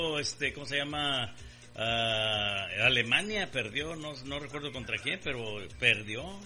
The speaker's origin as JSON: {"language": "Spanish", "country": "Mexico", "said": "soy mexicano."}